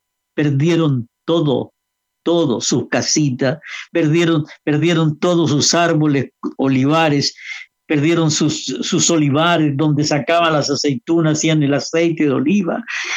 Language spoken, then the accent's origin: Spanish; Chile; yo pertenezco como chileno, como sudamericano, como latinoamericano.